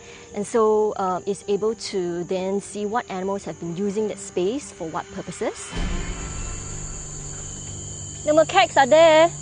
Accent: Singapore; I'm a Singaporean, I'm from here.

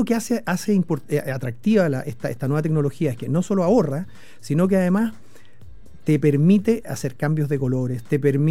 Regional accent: Chile; Nosotros como chilenos

